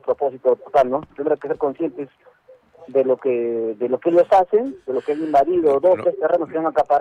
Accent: Arequipa, Peru; la verdad que me siento muy apenado siendo arequipeño, viendo que esta semana es triste para Arequipa

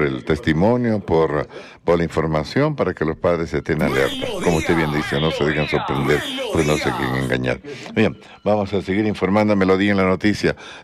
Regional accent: Arequipa, Peru; como ciudadanos peruanos y arequipeños, tenemos derecho a exigirles transparencia, mayor claridad y que den la cara.

